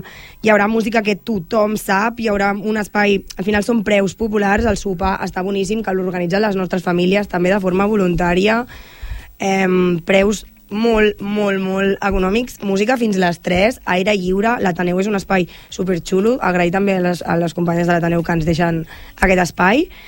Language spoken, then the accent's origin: Catalan; Sant Boi de Llobregat, Catalonia, Spain; som gent de Sant Boi organitzant un festival per a gent de Sant Boi i dels voltants